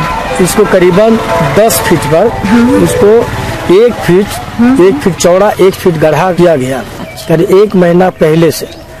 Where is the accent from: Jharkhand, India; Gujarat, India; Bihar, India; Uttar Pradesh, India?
Jharkhand, India; Chandwa, Hazaribagh district; ग्राम गुरहेस, post चंदवा, जिला हजारीबाग के रहने वाले हैं